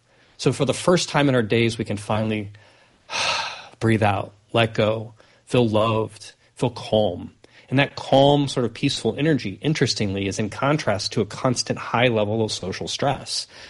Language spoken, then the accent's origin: English; Topeka, Kansas, United States; moved away as an adult; So I grew up in Kansas. I was born and raised in Topeka, Kansas.